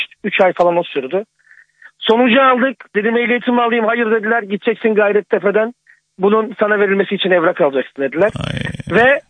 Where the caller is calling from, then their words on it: Kocaeli, Turkey; Kocaeli'nden arıyorum, Bursa'ya doğru gidiyorum.